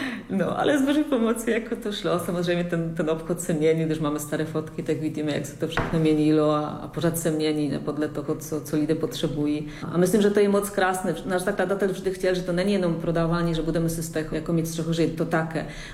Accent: Poland; now in Czech Republic

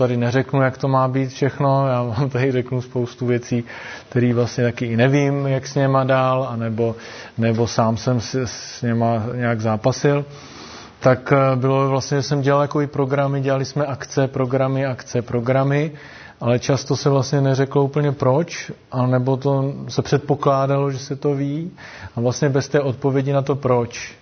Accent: Brno, South Moravian Region, Czechia; Jsem původně z Brna, co bych ještě řekl, dělal jsem vězeňského kapla na nějaký čas

